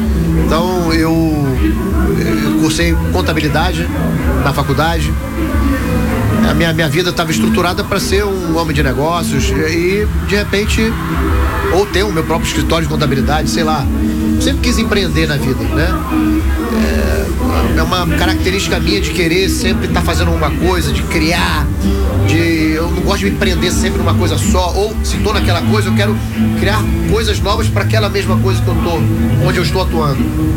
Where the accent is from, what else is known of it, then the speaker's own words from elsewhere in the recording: Manaus, Amazonas, Brazil; now in Rio de Janeiro, Brazil; E que é algo até parecido com o que nós amazonenses temos. Eu sou de Manaus, né? Embora esteja vivendo há muitos anos no Rio de Janeiro